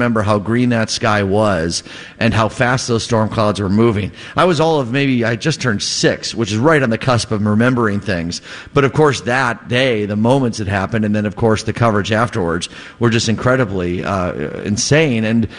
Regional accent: Downers Grove, Illinois, United States; I grew up in Downers Grove, as you know, Lisa, which is, it's a distance from Plainfield, but was impacted by the storm, of course, not like Plainfield was.

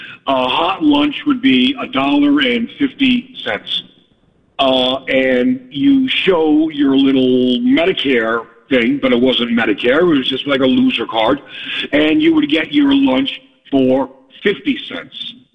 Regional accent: Harrison, New York, United States; I grew up in Harrison, Westchester, a very wealthy place

